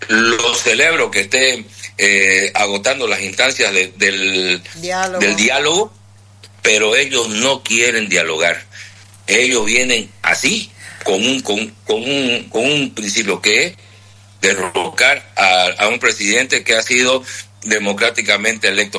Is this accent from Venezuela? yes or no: no; Santa Cruz, Bolivia; Los cruceños no vamos a permitir